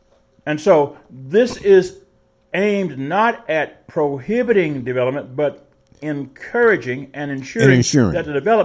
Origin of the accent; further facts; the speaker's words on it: Pike County, Arkansas, United States; My hometown county of Pike County, the two nearest towns were Delight and Antoine.